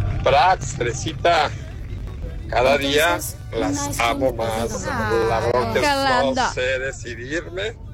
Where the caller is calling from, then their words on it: Culiacán, Sinaloa, Mexico; Aquí andamos de nuevo en Culiacán, de regreso de Hermosillo.